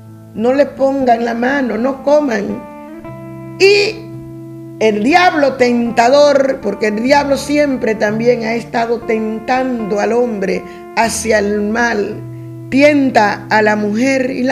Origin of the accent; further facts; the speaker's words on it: Dominican Republic; nosotros como dominicanos